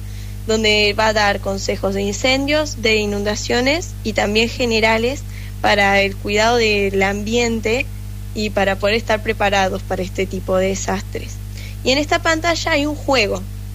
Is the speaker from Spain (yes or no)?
no; Villa Carlos Paz, Córdoba, Argentina; yo soy de Carlos Paz y vivo muy cerca de lo que sería la ruta a Córdoba.